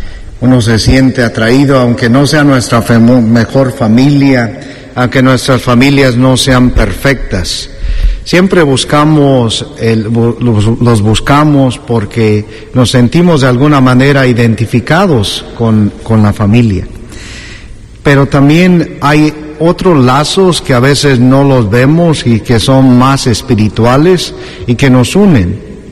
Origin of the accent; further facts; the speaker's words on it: Ario de Rosales, Michoacán, Mexico; soy de Ario de Rosales, de Michoacán